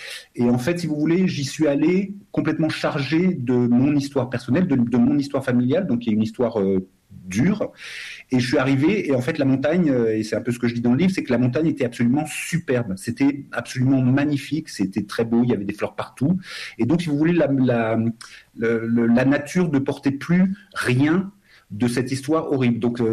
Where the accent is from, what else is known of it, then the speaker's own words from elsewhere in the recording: France; regardez, moi aussi, je suis né de parents étrangers, je suis ici, je suis Français, voilà quoi.